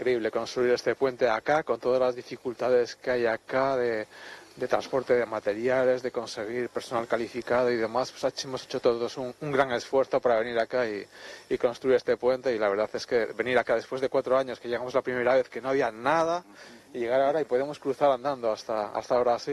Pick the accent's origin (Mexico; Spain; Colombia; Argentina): Spain; Vengo de lejos, vengo de España.